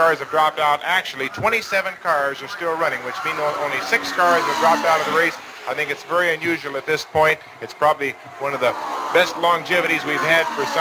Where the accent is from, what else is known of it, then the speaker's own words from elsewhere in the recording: Portland, Oregon, United States; I'm from Portland.